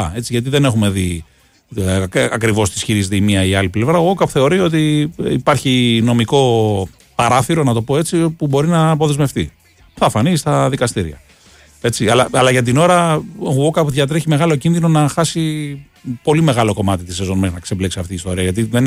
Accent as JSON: {"language": "Greek", "country": "Greece", "said": "Το λέω και ως φίλος της Arsenal, το λέω και ως Έλληνας μαζί, έτσι."}